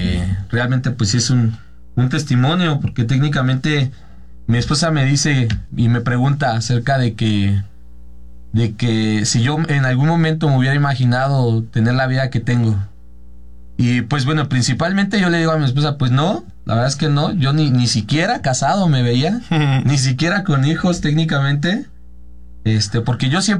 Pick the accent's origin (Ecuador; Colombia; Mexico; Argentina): Mexico; Teotihuacán, State of Mexico; now in Mexico City, Mexico; yo vivía en Teotihuacán, técnicamente yo era de allá.